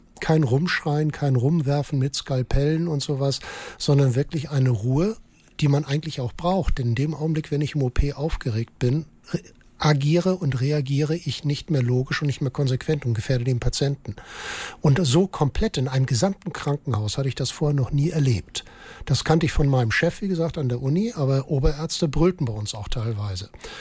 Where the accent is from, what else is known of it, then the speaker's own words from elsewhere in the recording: Kiel, Schleswig-Holstein, Germany; ich bin Kieler.